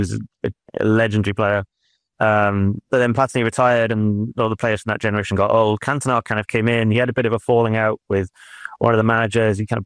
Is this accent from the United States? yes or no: no; Wales, United Kingdom; as a Welshman